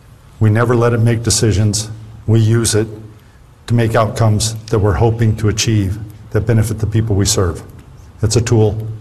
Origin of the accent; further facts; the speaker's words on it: Wyoming, United States; I grew up in Wyoming.